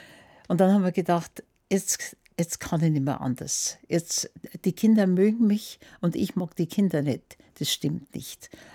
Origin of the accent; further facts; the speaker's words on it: Niederding, Bavaria, Germany; also born or lived in Munich; Ich komme also aus München, Maria Hilfplatz geboren, da gibt es nicht mehr viele. Mein Geburtsjahr ist 1934. Aber ich bin nicht in München aufgewachsen, sondern in Niederding